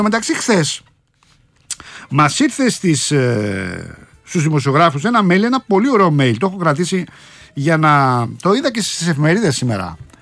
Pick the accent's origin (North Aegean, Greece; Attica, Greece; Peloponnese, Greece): Attica, Greece; Rafina; Έπαιρνα εγώ στην Αθήνα, στην Ραφίνα, στην πατρίδα μου τηλέφωνο τότε.